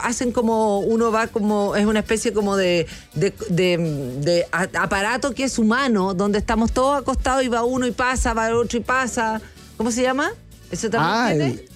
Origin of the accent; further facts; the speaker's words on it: Chile; Nosotros somos chilenos